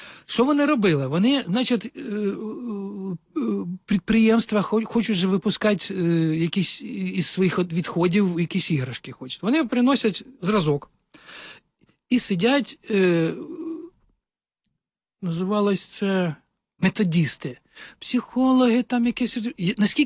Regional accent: Kyiv, Ukraine; also born or lived in Popilnia; А, ні, народився я виріс на Сталінка. Народився я ПГТ Попільня. Я там прожив років 3, десь я не пам'ятаю цього. Ми потім переїхали.

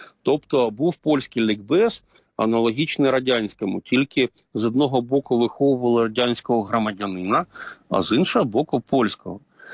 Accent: Kyiv, Ukraine; я киянин і надніпрянець.

